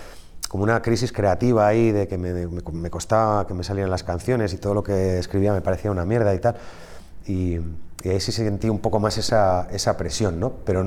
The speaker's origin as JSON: {"language": "Spanish", "town": "San Sebastián", "region": "Basque Country", "country": "Spain", "said": "en el norte, de donde yo soy, por ejemplo, en Donosti"}